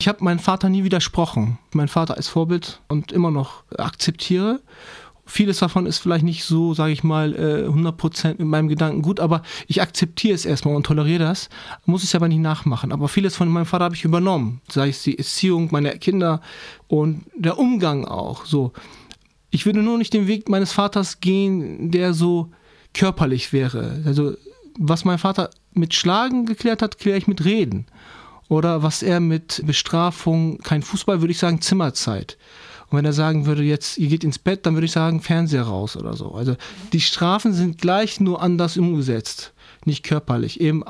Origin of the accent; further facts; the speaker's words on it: Turkey; now in Germany; Türkischen Pass habe ich immer noch, habe ich es immer noch nicht abgegeben, weil ich, ist meine Heimat. Hier bin ich zu Hause, aber meine Heimat ist da.